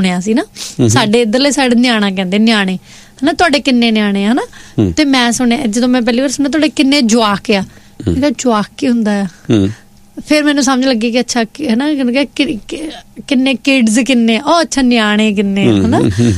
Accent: Punjab, India; ਮੇਰੇ ਇਲਾਕੇ ਤੋਂ ਤਾਂ ਦੁਆਬੇ ਤੋਂ ਤਾਂ ਇੱਦੀਆਂ ਵੀ ਜਿਹਦੇ ਵਿੱਚ ਆਲੂ ਪੈਂਦੇ ਉਹ ਸਬਜ਼ੀ ਆ

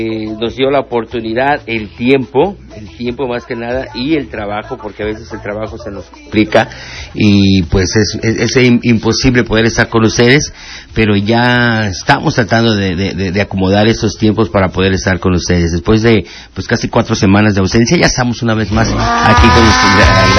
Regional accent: Mexico; soy más mexicano que el nopal y que las tiritas de aquí de Guerrero

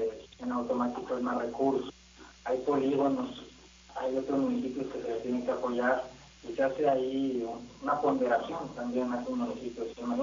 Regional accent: Reynosa, Tamaulipas, Mexico; yo soy de Reynosa, Rosal

